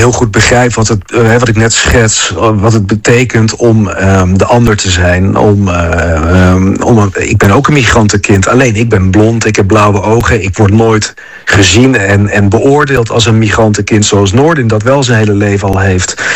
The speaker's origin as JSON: {"language": "Dutch", "country": "Netherlands", "tie": "born or raised there", "said": "Want ik ben weliswaar geboren in Nederland. Ik ben hier opgegroeid. Je hoort het aan me. Ik praat gewoon Nederlands. Ik praat niet Vlaams of zo."}